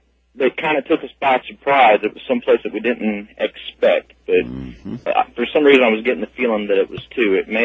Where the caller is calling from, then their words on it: Georgia, United States; I'm in just south of Atlanta, Georgia.